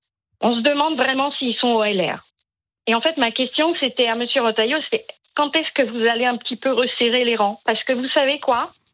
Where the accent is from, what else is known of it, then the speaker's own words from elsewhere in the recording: Sevran, Île-de-France, France; moved away as an adult; now in Italy; Alors je suis une Française expatriée.